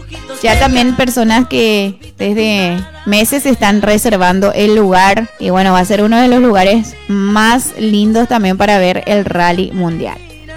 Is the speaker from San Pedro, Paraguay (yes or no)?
no; Nueva Alborada, Itapúa, Paraguay; nos sentimos felices de ser alboradenses, ¿verdad, Lucas? Orgullosos también. Con orgullo podemos decir en cualquier parte donde vamos que somos de Nueva Alborada.